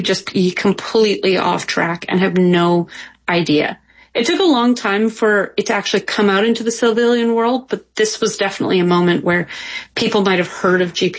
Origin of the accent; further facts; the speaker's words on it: Canada; I'm a Canadian as well.